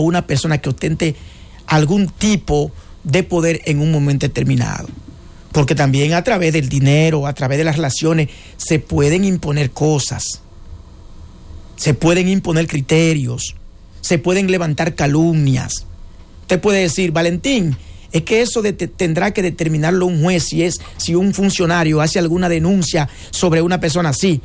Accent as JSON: {"language": "Spanish", "country": "Dominican Republic", "said": "lo que uno espera como dominicano"}